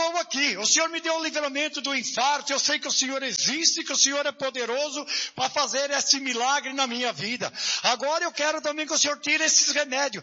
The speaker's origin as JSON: {"language": "Portuguese", "town": "Jundiaí", "region": "São Paulo", "country": "Brazil", "said": "Eu sou lá da cidade de Jundiaí."}